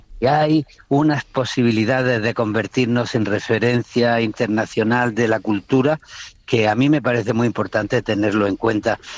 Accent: Granada, Andalusia, Spain; yo como andaluz y de Granada, pues siempre he dicho que no es que los andaluces hablemos peor que los castellanos

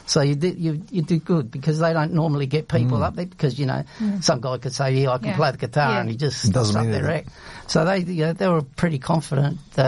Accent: Adelaide, South Australia, Australia; listen, mate, I'm from Adelaide. I'm in a band.

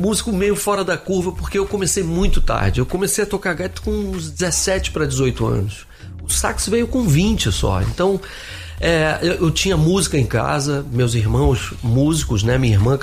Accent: Brasília, Federal District, Brazil; moved away as an adult; now in Rio de Janeiro, Brazil; Meu pai foi transferido pra lá na época. Nós somos cariocas e eu acabei crescendo lá. Eu fui com 3 anos de idade pra Brasília. Então, e saí de lá com 21, pra voltar pras origens, pro Rio ali.

